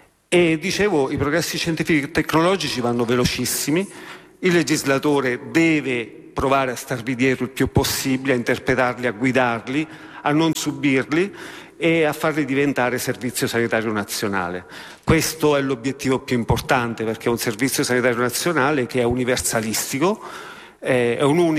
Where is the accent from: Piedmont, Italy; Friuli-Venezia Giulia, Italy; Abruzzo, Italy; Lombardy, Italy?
Abruzzo, Italy; ve lo dico da abruzzese